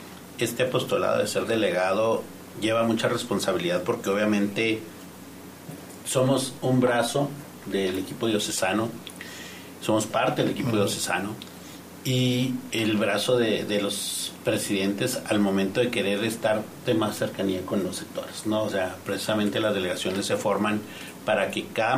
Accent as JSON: {"language": "Spanish", "region": "Chihuahua", "country": "Mexico", "moved": "as an adult", "lives_now": "Ciudad Juárez, Mexico", "said": "Nosotros venimos de Chihuahua, somos una familia que somos de Chihuahua."}